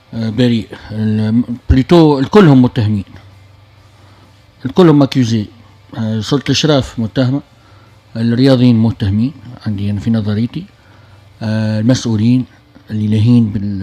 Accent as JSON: {"language": "Arabic", "country": "Tunisia", "said": "احنا كدولة تونسية"}